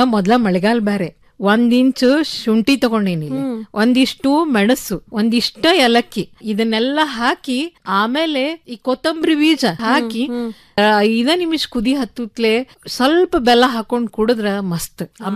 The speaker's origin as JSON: {"language": "Kannada", "region": "Karnataka", "country": "India", "said": "ನಾವು ಉತ್ತರ ಕರ್ನಾಟಕದವರು"}